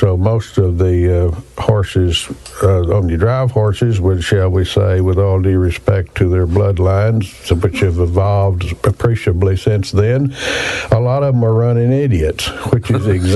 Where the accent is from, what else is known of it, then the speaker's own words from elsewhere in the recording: Texas, United States; we moved to the ranch. My dad went to work for Wagner's in 1951, and we moved to the ranch shortly thereafter.